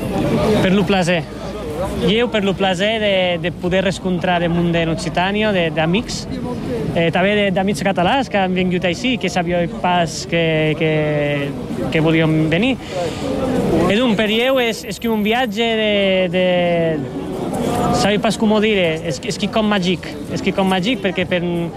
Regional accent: Balearic Islands, Spain; mas a Mallorca dizem de ballar. I jo, com a mallorquí, de trobar les societats que dius un de ballar, jo comprenia això.

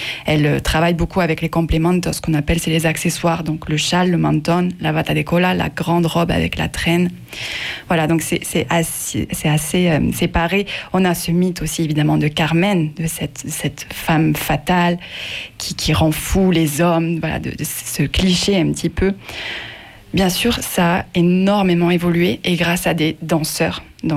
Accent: Occitanie, France; moi, je viens du Larzac, je suis avéronaise, j'ai aucune origine espagnole ni gitane

